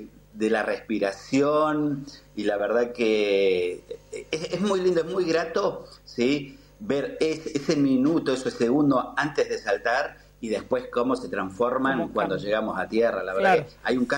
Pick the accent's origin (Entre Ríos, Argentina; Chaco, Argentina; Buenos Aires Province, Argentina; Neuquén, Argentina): Neuquén, Argentina; Somos de Neuquén, pero bueno, estamos haciendo la actividad ahí en el aeroclub de Allen.